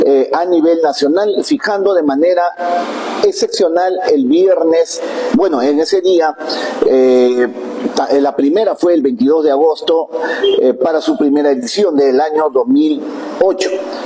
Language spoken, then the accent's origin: Spanish; Peru